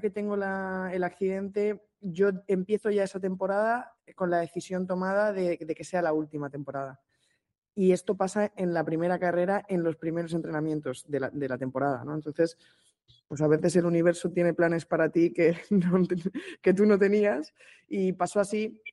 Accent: Madrid, Community of Madrid, Spain; aunque soy de Madrid, me siento mucho más mediterránea que otra cosa

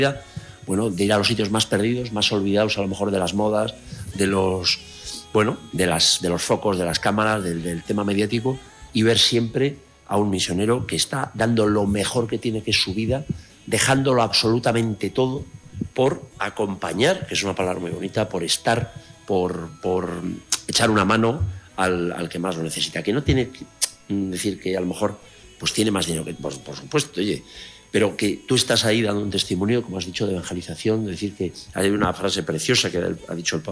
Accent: Pamplona, Navarre, Spain; nosotros como navarros, tú de Irurita, yo de la Luzama, bueno, o sea, aunque soy de Pamplona, soy adoptado de la Luzama, de Odieta

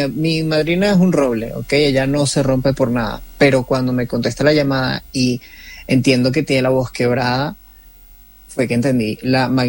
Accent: Venezuela; moved away as an adult; now in Bogotá, Colombia

